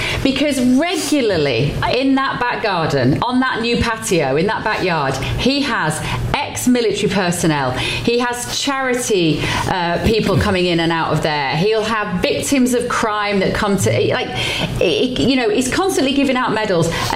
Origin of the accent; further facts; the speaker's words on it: United Kingdom; where I'm seeing it as a Brit